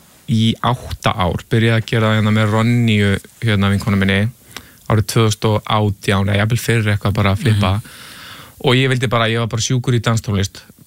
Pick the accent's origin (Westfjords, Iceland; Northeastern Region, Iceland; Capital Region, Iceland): Capital Region, Iceland; Reykjavík; Ég er úr Vesturbæ, Reykjavíkur.